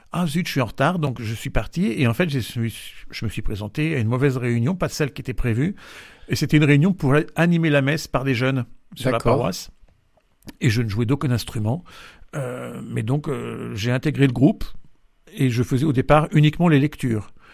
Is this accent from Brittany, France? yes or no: no; Flers, Normandy, France; Exactement, mais je suis même de Flers même.